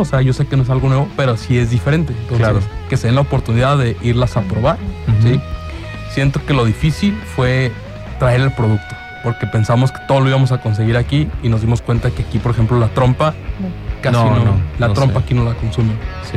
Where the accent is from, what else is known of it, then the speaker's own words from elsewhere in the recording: Zacatecas, Mexico; No, yo soy de Zacatecas capital, pero pues...